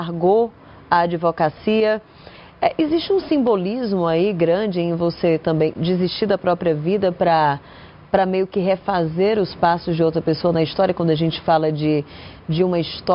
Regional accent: Ceará, Brazil; eu também sou nordestina, sou do Ceará

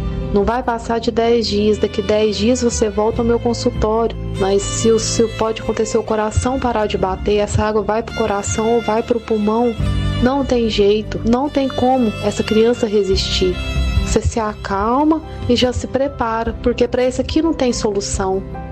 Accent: São Gonçalo do Pará, Minas Gerais, Brazil; sou da cidade de São Gonçalo do Pará, moro na comunidade da Prata de Cima, Minas Gerais.

